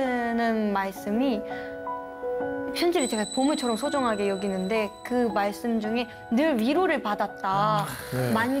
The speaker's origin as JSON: {"language": "Korean", "region": "Daejeon", "country": "South Korea", "said": "대전 사람으로서."}